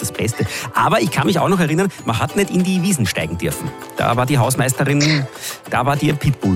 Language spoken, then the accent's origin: German; Vienna, Austria; born there; Ja, ich war in der Volksschule in Simmering und war da oft im Gemeindebau in der Strindberggasse bei meiner Oma.